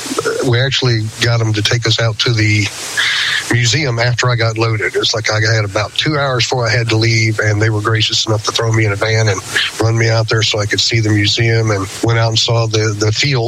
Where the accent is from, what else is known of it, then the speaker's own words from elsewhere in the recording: Danville, Virginia, United States; in my hometown right next to me in Danville, Virginia.